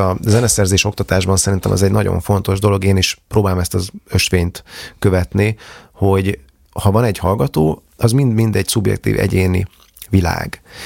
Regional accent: Budapest, Hungary; moved away as an adult; Én Vekerlén nőttem fel, ott is éltem, éppen a közelmúltban költöztem el egyébként onnan, de egészen mostanáig Vekerlén éltem

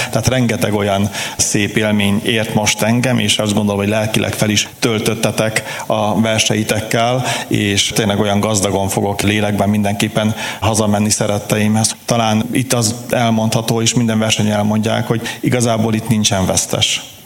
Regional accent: Mándok, Szabolcs-Szatmár-Bereg, Hungary; born there; mikor ezüstmisés voltam, akkor a saját szülőfalumba, a Mándokon egyébként

